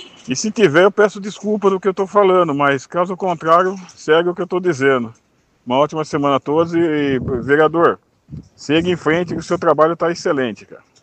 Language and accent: Portuguese; Igaraçu do Tietê, São Paulo, Brazil; moved away; eu só tenho saudade da minha terra natal, aí, que é Igaraçu do Tietê, eu gostaria que ela crescesse, porque do tempo que eu saí daí, a cidade está a mesma coisa